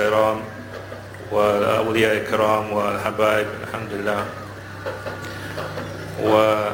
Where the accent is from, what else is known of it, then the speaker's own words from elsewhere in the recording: Australia; now in Tarim, Yemen; أنا من أستراليا،